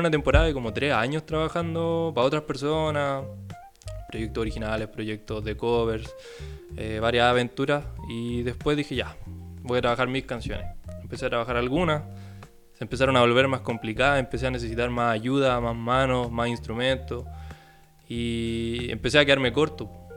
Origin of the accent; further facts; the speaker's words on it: Rancagua, O'Higgins, Chile; born there; now in San Bernardo, Chile; Pasa que yo no vivía aquí antes. Yo no nací acá, de hecho. ¿Cachai? Yo nací en Rancagua.